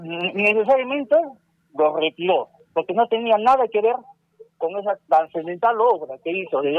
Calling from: Arequipa, Peru; soy de Yanaguara

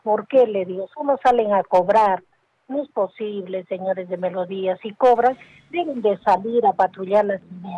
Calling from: Arequipa, Peru; es lamentable lo que vivimos en Arequipa

